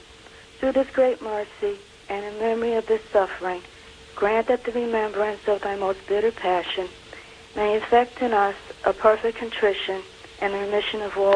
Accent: Massachusetts, United States; I'm from Massachusetts.

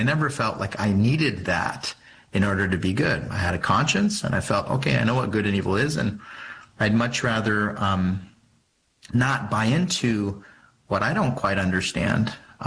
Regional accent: Arizona, United States; And I grew up in Arizona to two parents who really didn't talk about religion.

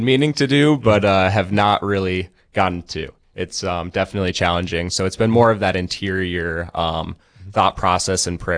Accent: Stillwater, Minnesota, United States; I'm originally from Stillwater, Minnesota

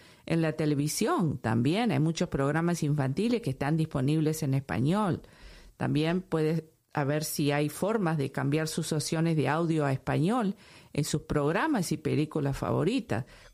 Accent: Uruguay; moved away; cuando llevamos nuestros hijos por primera vez a nuestro país natal, que somos de Uruguay, Carlos y esta servidora

